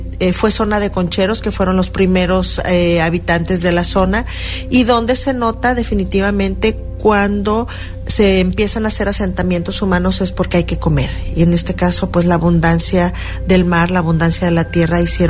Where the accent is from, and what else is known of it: San Blas, Nayarit, Mexico